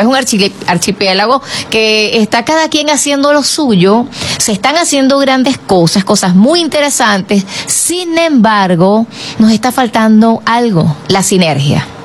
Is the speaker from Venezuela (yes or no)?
yes; Ciudad Bolívar, Bolívar, Venezuela; yo soy del estado Bolívar, nací en Ciudad Bolívar